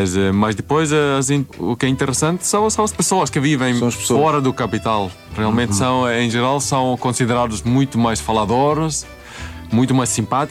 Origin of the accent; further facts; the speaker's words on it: Helsinki, Uusimaa, Finland; moved away as an adult; also born or lived in Tampere; Eu vivi em Helsínquia, onde nasci, mas também em Tampere e em algumas cidades mais pequenas.